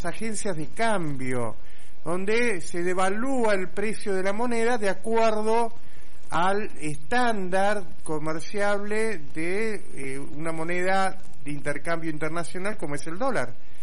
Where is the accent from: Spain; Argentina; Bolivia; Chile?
Argentina